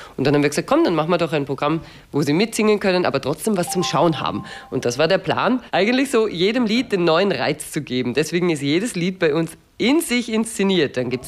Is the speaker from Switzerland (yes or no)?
no; Ulrichskirchen, Lower Austria, Austria; Fast. Es ist eine Nebenortschaft von Wolkersdorf, wo wir jetzt wohnen. Ich bin aus Ulrichskirchen, also eine Niederösterreicherin.